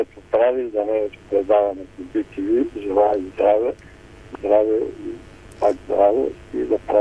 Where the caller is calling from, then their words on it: Sofia, Sofia City, Bulgaria; се обажда в София